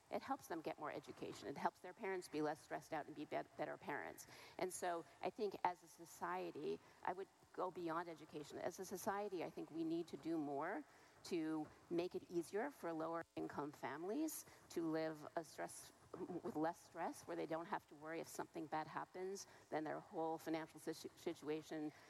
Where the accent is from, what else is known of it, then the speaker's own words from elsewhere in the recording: Canada; I am too Canadian.